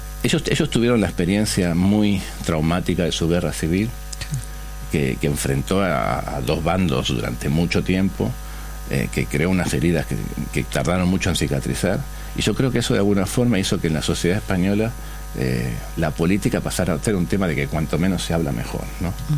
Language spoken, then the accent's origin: Spanish; Argentina; porque claro, somos argentinos, a veces me hablan, ¿no?